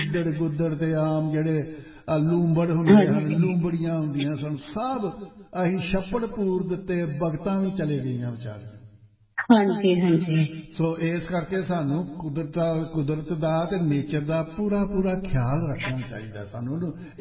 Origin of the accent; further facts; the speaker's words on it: Punjab, India; ਸਾਡਾ ਜਿਹੜਾ ਪਿੰਡ ਹੈ ਨਾ, ਸਾਡਾ ਪਿੰਡ ਹੈ ਬਟਾਲੇ ਦੇ ਲਾਗੇ, ਕਾਨੂੰ ਆਉਣ ਵਾਲੀ ਸੜਕ, ਉੱਥੇ ਟਿੱਬੇ ਹੁੰਦੇ ਸਨ